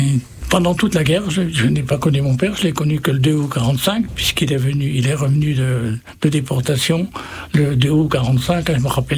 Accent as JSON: {"language": "French", "region": "Grand Est", "country": "France", "tie": "born or raised there", "said": "Je vous emmène aux confins des Vosges. Mon village natal se situe au point de tréjonction des Vosges, de la Haute-Marne et de la Haute-Saône. Un petit village de 200 habitants et qui a vu les temps modernes très tard."}